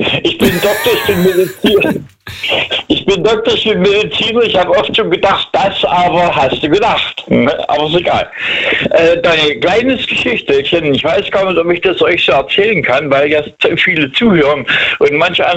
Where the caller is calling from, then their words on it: Hesse, Germany; Ich bin jetzt hier in Hessen. In Langenheim, das ist eine kleine Stadt bei Frankfurt.